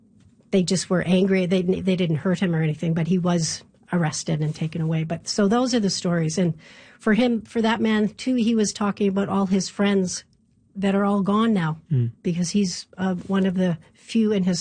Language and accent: English; Halifax, Nova Scotia, Canada; I'm so happy to be in my hometown in Halifax.